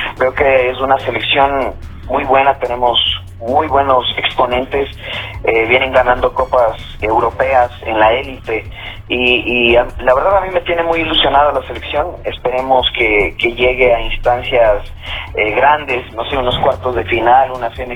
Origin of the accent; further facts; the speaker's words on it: Otavalo, Imbabura, Ecuador; also born or lived in Ibarra, Ecuador; Yo nací en Ibarra, pero toda mi vida he vivido acá en San Rafael, en Otavalo.